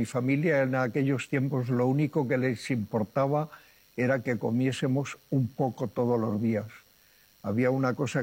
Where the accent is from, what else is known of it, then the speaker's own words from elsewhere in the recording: Ávila, Castile and León, Spain; born there; Cuando iba al colegio, nací en Ávila y tenía familia, y cuando iba allí me apetecía estar en el río Adaja, en un sitio que se llamaba la Balsa Verdeja, más que en la ciudad.